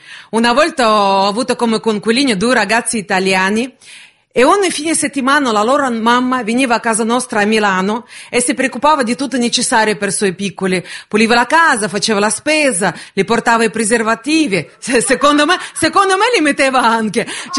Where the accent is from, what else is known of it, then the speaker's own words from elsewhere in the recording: Russia; Italian is a second language; now in Italy; sono russa non praticante.